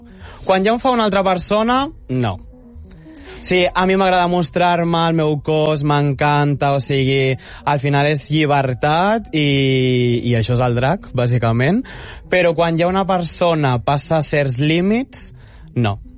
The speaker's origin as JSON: {"language": "Catalan", "town": "Tarragona", "region": "Catalonia", "country": "Spain", "said": "la majoria després sí que som de Tarragona"}